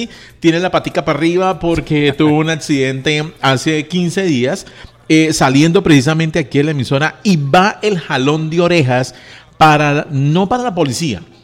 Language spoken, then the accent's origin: Spanish; Colombia; porque somos colombianos. Bueno, a mucho honor.